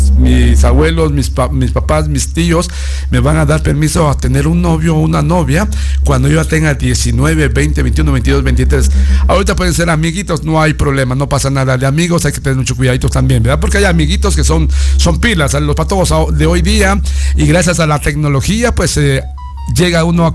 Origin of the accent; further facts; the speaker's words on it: Guerrero, Mexico; Yo soy del estado de Guerrero, México, pero por mi señor padre, él de por allá era.